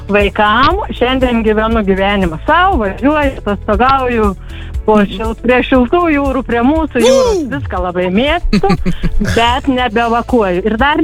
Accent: Samogitia, Lithuania; kaip mes žemaičiai sakom

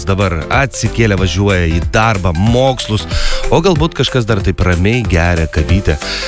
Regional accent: Vilnius, Vilnius County, Lithuania; kadangi esu vilnietis

